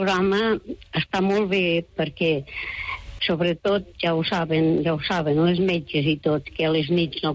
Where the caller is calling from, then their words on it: Catalonia, Spain; soc més catalana que res